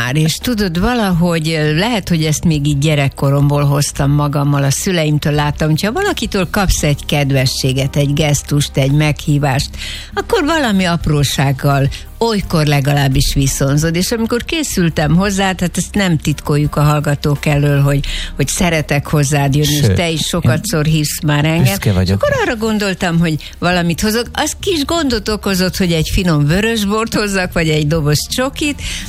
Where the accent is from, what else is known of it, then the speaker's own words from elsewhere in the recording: Tiszatenyő, Jász-Nagykun-Szolnok, Hungary; Szolnoki születésű vagyok, de egy nagyon kicsi faluban töltöttem a gyerekkoromat, ott éltünk